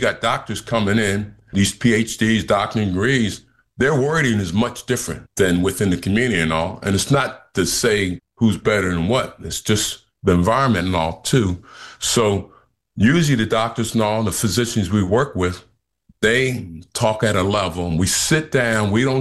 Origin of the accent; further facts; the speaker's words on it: Camden, New Jersey, United States; I'm from Camden, New Jersey, from the projects and all.